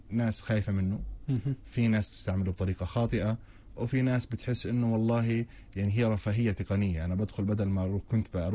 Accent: Palestine; احنا كفلسطينيين

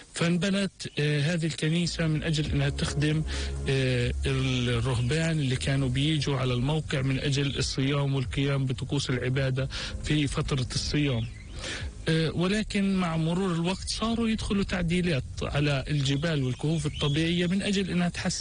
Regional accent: Palestine; وإحنا كفلسطينيين

